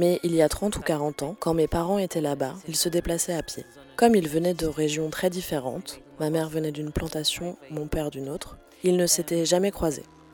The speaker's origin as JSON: {"language": "French", "town": "Alverca", "region": "Lisbon", "country": "Portugal", "tie": "born or raised there", "said": "j'ai grandi dans un environnement portugais, au Portugal, et que j'ai passé mon adolescence dans le Ribatejo, à Alverca"}